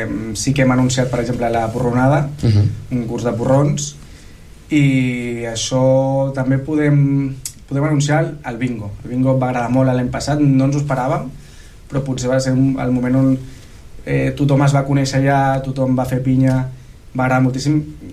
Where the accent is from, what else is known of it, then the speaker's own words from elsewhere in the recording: Tordera, Catalonia, Spain; perquè sí que és veritat que som del veïnat de Sant Daniel, no a Tordera Poble, i això a vegades és un hàndicap.